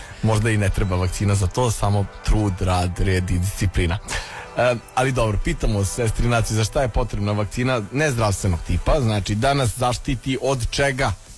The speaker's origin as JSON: {"language": "Serbian", "town": "Novi Sad", "region": "Vojvodina", "country": "Serbia", "said": "ja bih uzeo i to kao specijalnu kategoriju, ja sam iz Novog Sada"}